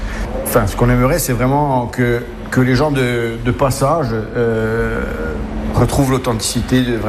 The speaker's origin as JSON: {"language": "French", "region": "Corsica", "country": "France", "tie": "born or raised there", "said": "moi je suis originaire de Multivao, j'ai mes porcs sur la commune de Multivao"}